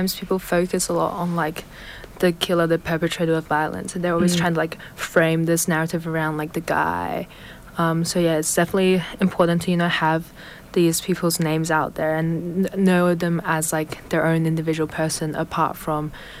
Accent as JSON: {"language": "English", "town": "Canberra", "region": "Australian Capital Territory", "country": "Australia", "moved": "yes", "said": "because I'm from Canberra, so I like I used to go to Belconnen all the time, like Belco."}